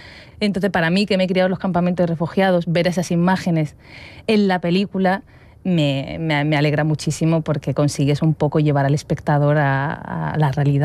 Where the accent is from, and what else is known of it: Western Sahara; now in Spain